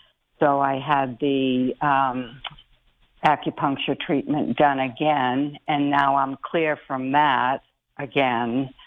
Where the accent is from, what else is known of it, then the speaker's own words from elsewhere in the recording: Maine, United States; Because I came from Maine